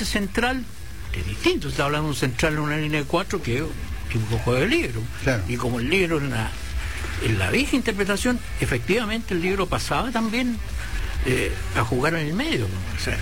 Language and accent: Spanish; Chile; Ahora no, lo que pasa es que nosotros, como somos chilenos todos, ya sale una estadística así.